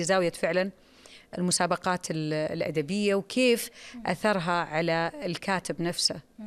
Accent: Saudi Arabia; عندنا في السعودية

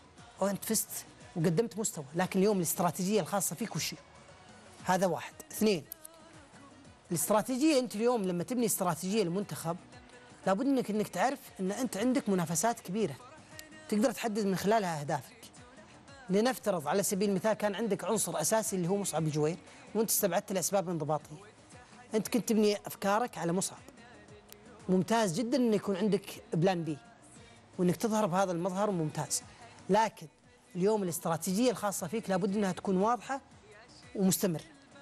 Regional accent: Saudi Arabia; هنا عندنا في المملكة العربية السعودية

